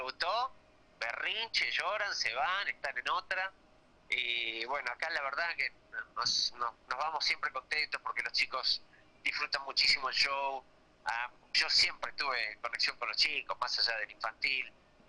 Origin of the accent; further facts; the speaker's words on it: Capilla del Monte, Córdoba, Argentina; moved away as an adult; now in Buenos Aires, Argentina; yo soy nací en Buenos Aires y cuando tenía un año me llevaron a vivir a Capilla del Monte y me crié ahí. Capilla del Monte es un pueblito al norte del Valle de Punilla, en la provincia de Córdoba, en la ciudad que está enclavada al pie del Cerro Vitorco.